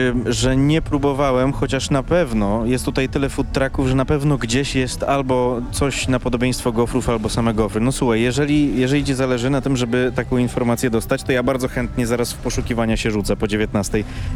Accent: Warmian-Masurian Voivodeship, Poland; ja akurat jestem z Warmii

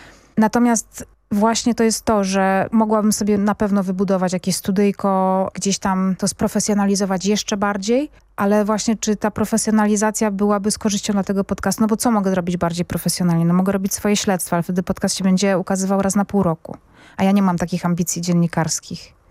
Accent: Zabrze, Silesian Voivodeship, Poland; ja się wychowywałam na ulicy Sobieskiego, tam poza tym jest budynek Sobieskiego 100, nie w Warszawie, tylko w Zabrzu.

